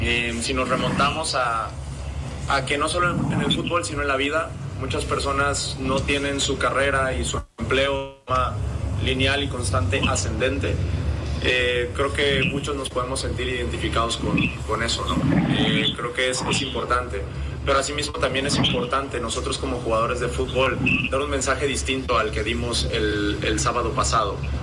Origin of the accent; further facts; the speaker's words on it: Mexico; now in Ciudad Juárez, Mexico; yo como mexicano